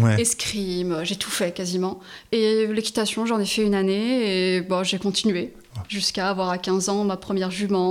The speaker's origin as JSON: {"language": "French", "town": "Montpellier", "region": "Occitanie", "country": "France", "also_born_or_lived": "Gard", "moved": "yes", "said": "Moi, à la base, je viens de Montpellier et on a fait 6 ans après dans le Gard."}